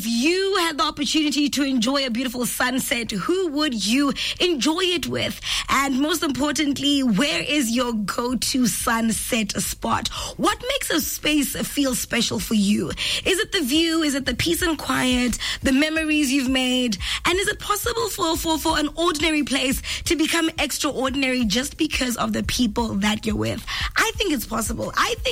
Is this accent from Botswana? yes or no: yes; Kasane, Chobe District, Botswana; I remember growing up in Kasane